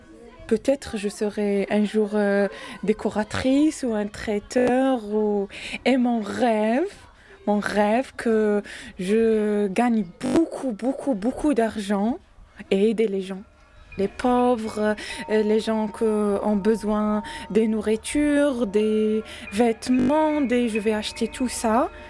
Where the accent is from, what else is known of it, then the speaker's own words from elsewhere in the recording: Algeria; moved away as an adult; now in France; 33 ans. J'ai une maman d'un enfant de 2 ans. Je suis algérienne